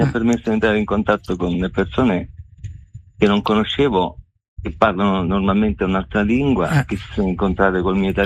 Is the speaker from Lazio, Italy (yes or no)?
yes; Minturno, Lazio, Italy; born there; io ho passato molti anni della mia vita a Tufo di Minturno, che è un piccolo paese nel comune di Minturno.